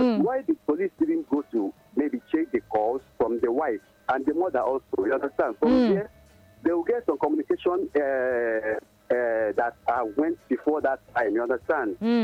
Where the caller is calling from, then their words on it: Nigeria; I'm calling from Nigeria.